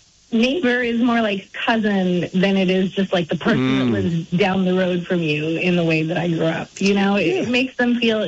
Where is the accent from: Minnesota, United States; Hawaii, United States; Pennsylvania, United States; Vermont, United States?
Vermont, United States; West Glover; so I grew up in West Glover, Vermont, and near the end of Lake Parker, and I grew up on a dirt road.